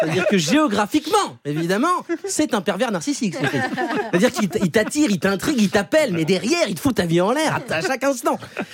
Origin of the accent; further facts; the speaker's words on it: Vaulx-en-Velin, Auvergne-Rhône-Alpes, France; born there; Moi, je suis né à Vaux-en-Velin.